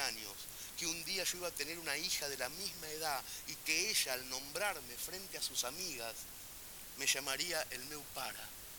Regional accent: Argentina; moved away; also born or lived in Barcelona, Spain; Mi hija es catalana tanto como yo soy argentino.

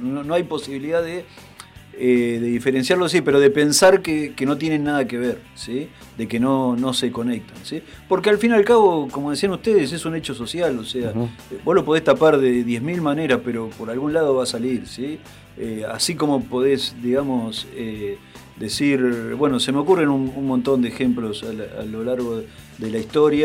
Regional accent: Argentina

